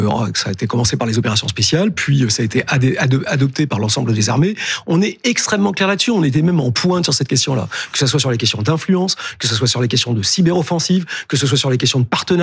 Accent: France; en tant que Français

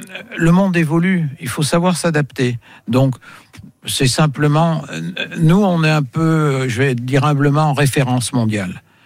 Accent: Auvergne-Rhône-Alpes, France; moi, je suis auvergnat

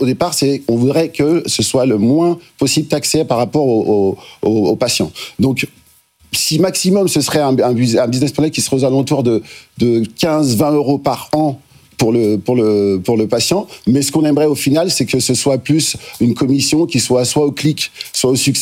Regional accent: Lyon, Auvergne-Rhône-Alpes, France

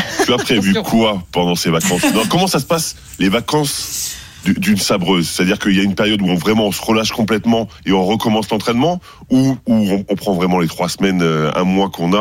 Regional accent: Grand Est, France; Moi, en tant que Lorrain

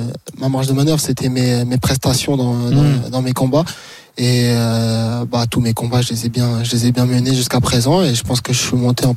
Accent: Paris, Île-de-France, France; on vient de Paris.

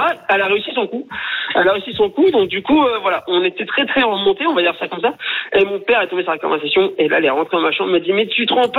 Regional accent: Hauts-de-France, France; je suis du Nord, mais rien de plus.

